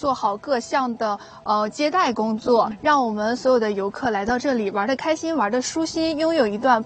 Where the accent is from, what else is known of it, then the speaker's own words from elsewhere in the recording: Northeast China, China; 让大家感受到咱们东北人的一个热情